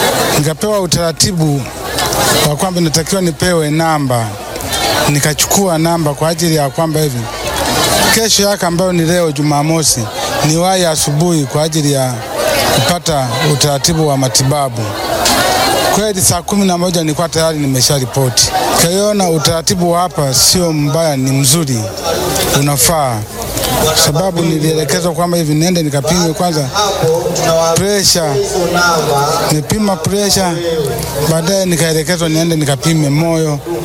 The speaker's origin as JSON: {"language": "Swahili", "town": "Katunguru", "region": "Mwanza", "country": "Tanzania", "said": "mkazi natokea Katunguru, wilaya ya Sengerema."}